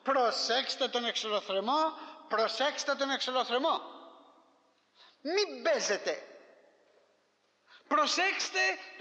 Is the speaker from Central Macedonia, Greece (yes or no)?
no; Corfu, Ionian Islands, Greece; Σας ξανά έλεγα ότι στην Κέρκυρα, στην πατρίδα μου, όταν είμαστε παιδιά, ερχόταν συνεχώς ο Αγγλικός στόλος.